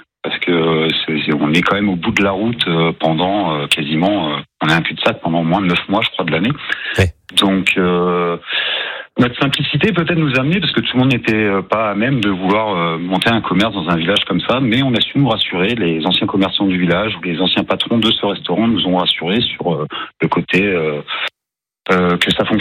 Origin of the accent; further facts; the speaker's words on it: Brittany, France; now in Nice, France; je ne suis pas natif du comté de Nice, quoi, même de la région, moi de base je suis breton